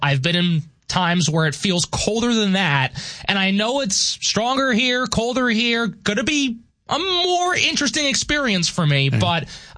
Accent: East Coast, United States; Look, Ryan, okay, I'm from the East Coast.

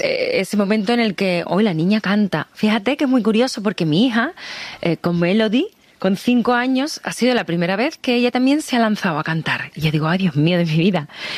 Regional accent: Coria, Spain; en un concierto que yo hice hace como 3 años en mi pueblo, en Coria

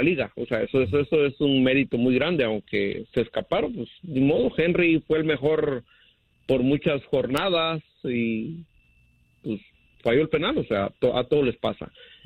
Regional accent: Mexico City, Mexico; Y como en realidad, pues la mayoría de los que somos del DF, pues somos morenos, ¿sí me entiendes?

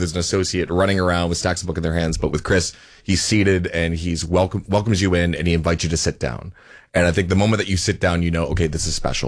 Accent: Nova Scotia, Canada; So I'm from Nova Scotia.

